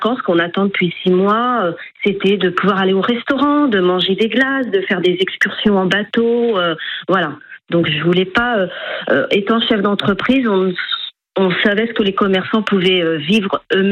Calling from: Château-Gontier, Pays de la Loire, France; Alors nous sommes de Château-Gontier.

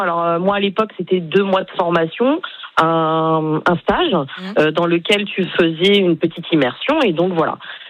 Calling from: Caen, Normandy, France

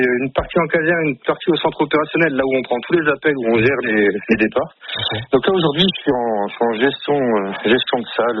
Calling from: Chaux-la-Lotière, Bourgogne-Franche-Comté, France; je suis sur mon lieu de travail à Besançon. Sinon, moi, j'habite en Haute-Saône, à Chaux-la-Loutière.

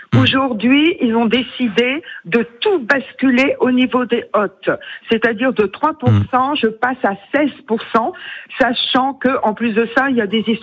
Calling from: Gérardmer, Grand Est, France; je suis à Gérardmer

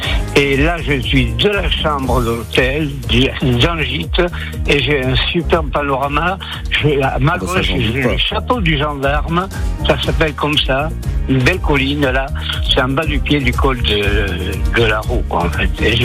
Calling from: Biarritz, Nouvelle-Aquitaine, France; je suis dans le Pays Basque … de Biarritz, mais en fait je suis atterré à côté de Lick.

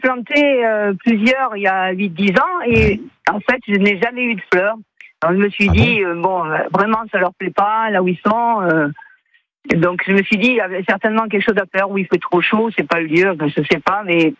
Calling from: Saint-Pierre-Saint-Jean, Auvergne-Rhône-Alpes, France; Je suis à Saint-Pierre-Saint-Jean.

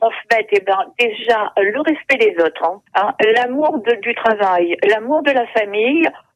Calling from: Nouvelle-Aquitaine, France; Je suis à Saint-Thierry-les-Bois.

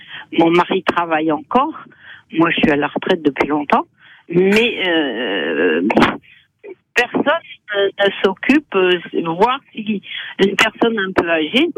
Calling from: Saint-Hilaire-Foissac, Nouvelle-Aquitaine, France; Saint-Hilaire-Foissac, oui, c'est à côté des Gletons.

